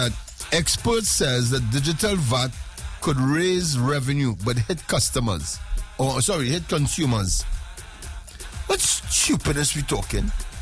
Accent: Trinidad & Tobago; Because I'm ashamed to be a Trini, you know.

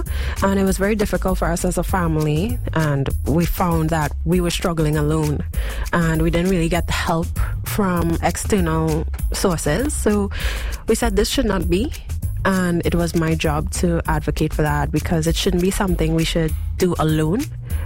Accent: Diego Martin, Trinidad & Tobago; now in Arima, Trinidad and Tobago; Yeah, Arima. I grew up in Dingo Martin on Sawa. And then I now live in Arima.

